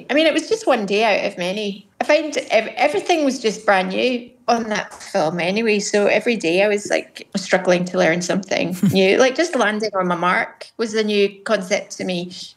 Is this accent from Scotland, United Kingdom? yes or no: yes; Scotland, United Kingdom; But, you know, I'm not playing English, I'm Scottish